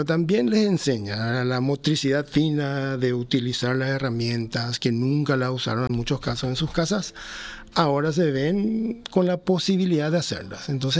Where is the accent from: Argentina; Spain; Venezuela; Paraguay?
Paraguay; also born or lived in United States; yo personalmente vengo de Paraguay, pero viví mucho tiempo también en Estados Unidos